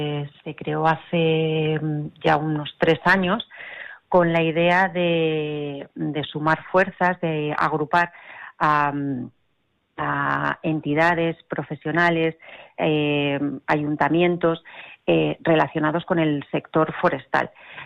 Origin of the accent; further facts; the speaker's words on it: Guadalajara, Castilla-La Mancha, Spain; somos de Guadalajara